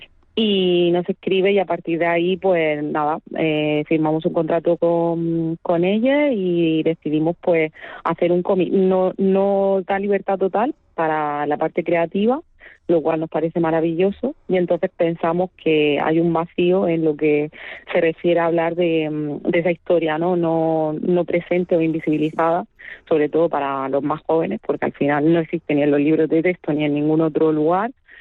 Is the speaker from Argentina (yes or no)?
no; Murcia, Region of Murcia, Spain; born there; also born or lived in Equatorial Guinea; yo soy ascendencia ecuatoguineana y cuando mi madre pues llegó a España después de la dictadura de Macías, el tío del actual dictador, pues ella pues también se sintió y vivió muy sola, ¿no? En soledad y sin comunidad en Murcia, porque además aterrizamos en Murcia